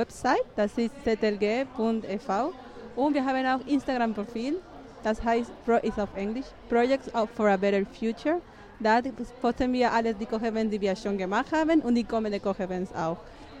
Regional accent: Spain; Das ist typisch aus Spanien. Ich komme aus Spanien. Deswegen war es ja richtig wichtig für mich.

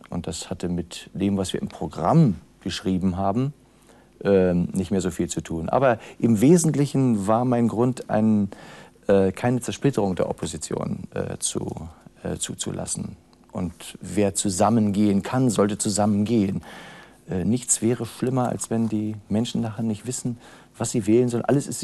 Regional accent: Germany; Ich bin an der Elbe groß geworden

